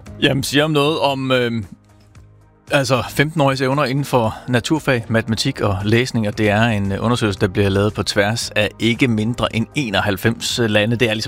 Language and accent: Danish; Jutland, Denmark; det er jo det, man skal spørge om som jyde.